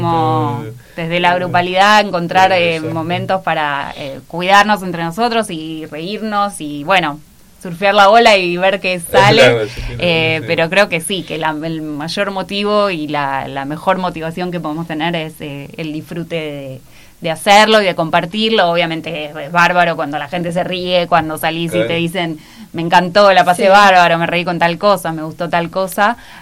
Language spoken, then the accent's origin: Spanish; Córdoba, Argentina; moved away as an adult; now in Buenos Aires, Argentina; yo soy de Córdoba, entonces implicó para mí mudarme a Buenos Aires para estudiar teatro y para buscar hacer una carrera.